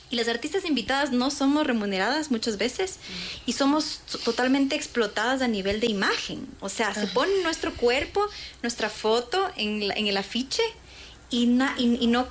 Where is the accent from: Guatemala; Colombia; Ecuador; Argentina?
Ecuador; Siendo las mujeres ecuatorianas